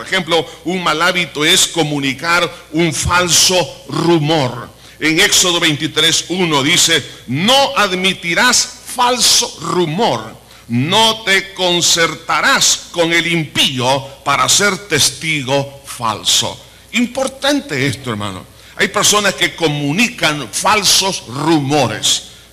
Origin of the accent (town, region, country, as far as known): El Salvador